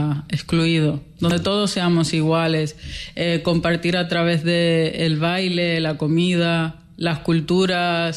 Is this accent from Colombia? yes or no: no; Dominican Republic; now in Spain; Yo vengo de República Dominicana.